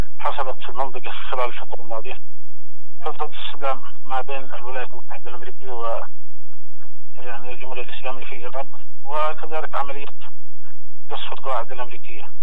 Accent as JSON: {"language": "Arabic", "country": "Yemen"}